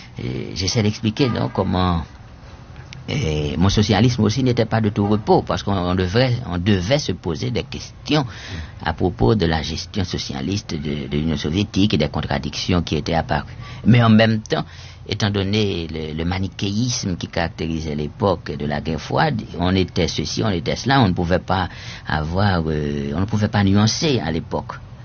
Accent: Haiti; Et en Haïti, oui, mais tant bien que mal, dans la mesure où on trouvait des livres, parce que dans ma ville natale, par exemple, il n'y avait pas de bibliothèque.

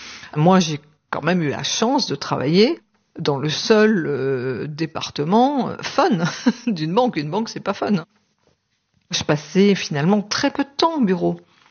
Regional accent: Lille, Hauts-de-France, France; born there; also born or lived in Paris; Je suis née à Lille, dans le Nord, capitale des Flandres.

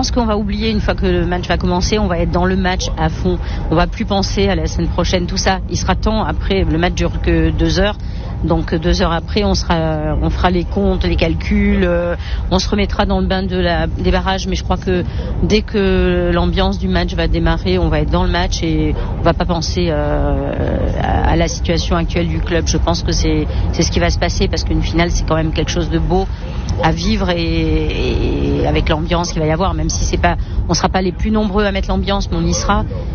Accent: Nice, Provence-Alpes-Côte d'Azur, France; on va avoir peur de, d'être attaqué parce qu'on on est niçois

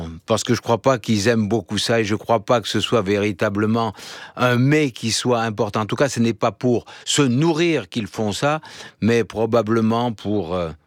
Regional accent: France; chez nous, en France

